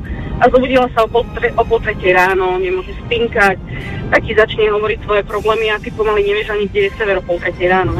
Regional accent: eastern Slovakia, Slovakia; Východná Slovenska.

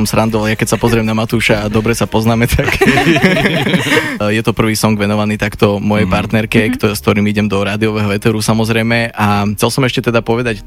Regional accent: Levice, Nitra Region, Slovakia; Áno, áno. Ja som zo Slovenska, som z Levíc.

